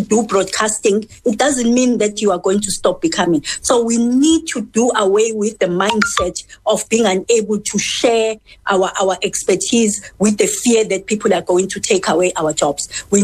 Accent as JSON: {"language": "English", "country": "South Africa", "said": "even including us as South African, once you let people stop worrying and you let them relax, they come up with very fantastic ideas."}